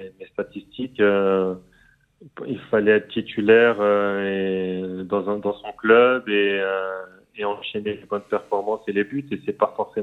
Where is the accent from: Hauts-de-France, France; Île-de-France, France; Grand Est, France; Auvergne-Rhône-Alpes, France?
Île-de-France, France; Paris; moved away as an adult; en tant que Parisien